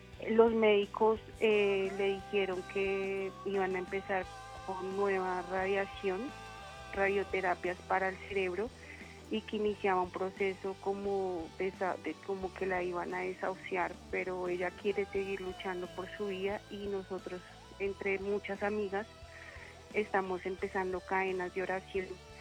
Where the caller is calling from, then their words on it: Soacha, Cundinamarca, Colombia; En Soacha, Ciudad Verde.